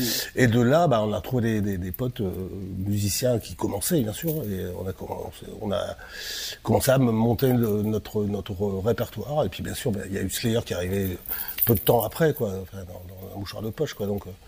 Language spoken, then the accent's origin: French; Lille, Hauts-de-France, France; Nous, on est de Lille, tu vois, on vient pas des mines, enfin du côté Pas-de-Calais.